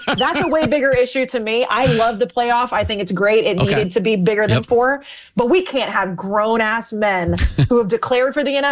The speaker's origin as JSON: {"language": "English", "region": "Texas", "country": "United States", "tie": "born or raised there"}